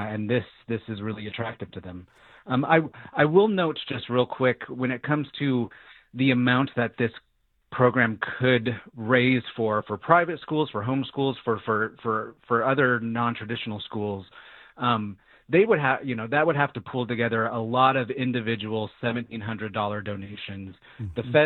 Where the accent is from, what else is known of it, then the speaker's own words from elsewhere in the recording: Las Vegas, Nevada, United States; Clark County, which is Las Vegas, my hometown, they are just bleeding students.